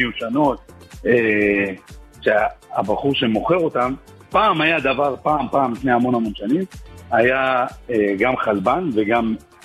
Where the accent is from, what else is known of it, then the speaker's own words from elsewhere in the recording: Jerusalem, Jerusalem District, Israel; אני ירושלמי במקור